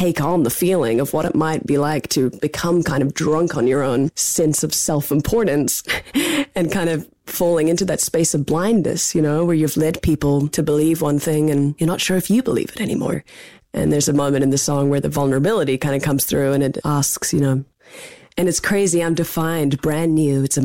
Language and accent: English; New Zealand; now in United States